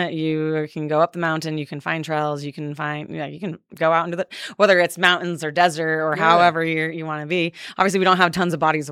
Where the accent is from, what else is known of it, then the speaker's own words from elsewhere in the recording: Cedar City, Utah, United States; moved away as an adult; also born or lived in Texas / Las Vegas; I lived some other places, and coming from growing up here in Cedar City and moving to Texas, I mean, that was a culture shock for me